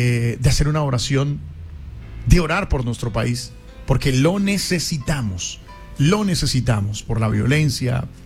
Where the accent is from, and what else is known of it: Colombia